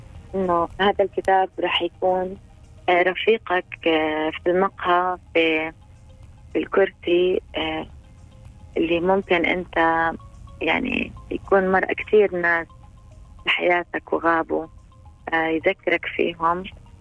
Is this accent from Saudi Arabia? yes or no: no; Palestine; يعني زهقنا كفلسطينيين